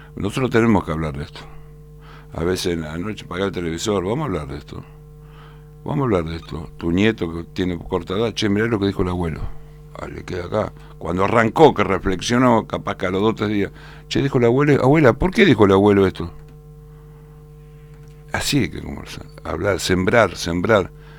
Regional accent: Argentina

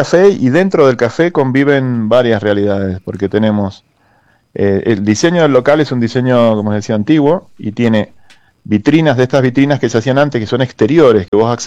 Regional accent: Argentina; Estamos como argentinos, el diseño argentino siempre ha sido mucho esfuerzo y poco recurso.

